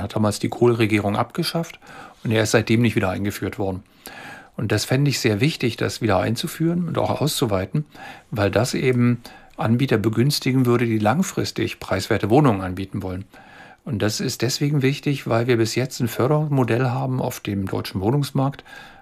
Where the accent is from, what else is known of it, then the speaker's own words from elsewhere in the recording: Berlin, Germany; Also ich bin ja wirklich in Berlin aufgewachsen, ist meine Heimat.